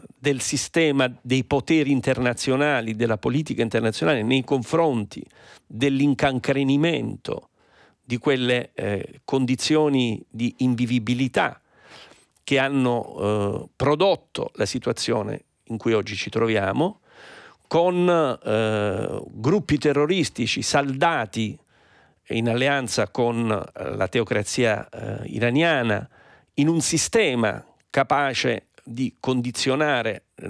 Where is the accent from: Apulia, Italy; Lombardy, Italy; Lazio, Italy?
Apulia, Italy; Lecce; born there; io sono pugliese, sono nato a Lecce